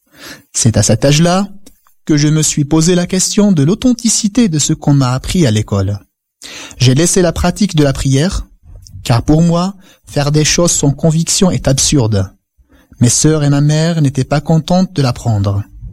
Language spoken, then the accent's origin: French; Kabylie, Algeria; moved away as an adult; now in France; J'ai suivi toutes mes classes élémentaires et secondaires dans ma région de naissance. Une année blanche s'en suivit, juste après, pour cause du boycott des écoles et des universités dans toute la Kabylie, pour réclamer la reconnaissance et l'enseignement du berbère en Algérie.